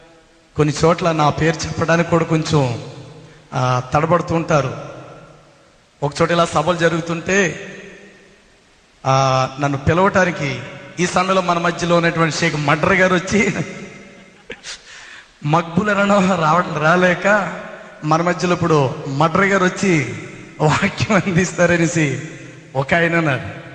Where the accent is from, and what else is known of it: Rajahmundry, Andhra Pradesh, India; born or raised there